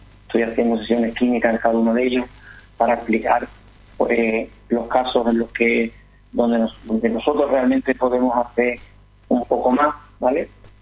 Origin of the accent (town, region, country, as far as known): Seville, Andalusia, Spain